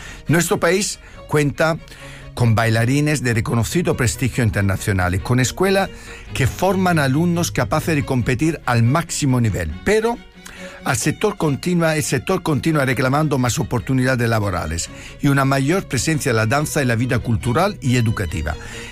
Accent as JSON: {"language": "Spanish", "town": "Francavilla Fontana", "region": "Apulia", "country": "Italy", "tie": "born or raised there", "moved": "yes", "lives_now": "Madrid, Spain", "said": "que además es de mi pueblo, de Francavilla Fontana. Así que hoy un programa de emociones, de pasión, y hasta con un paisano de mi pueblo que ha acabado como yo en Madrid."}